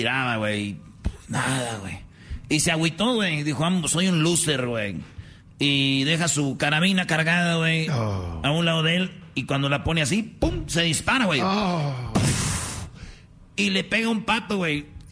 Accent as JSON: {"language": "Spanish", "country": "Mexico", "said": "cómo somos los mexicanos"}